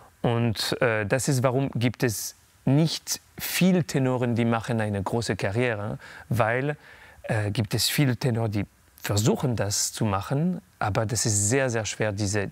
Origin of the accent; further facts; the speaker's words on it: Paris, Île-de-France, France; born there; German is a second language; Ich bin in Paris geboren, ein paar Kilometer von der Stadt de France.